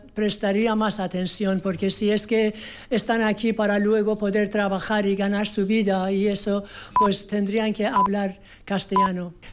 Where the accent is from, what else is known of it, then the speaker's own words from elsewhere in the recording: Iran; accent: Persian; Spanish is a second language; now in Spain; Bueno, mi acento es de Persia. Soy de Persia, de origen.